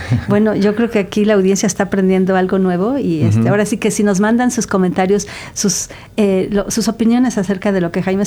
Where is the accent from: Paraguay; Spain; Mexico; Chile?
Mexico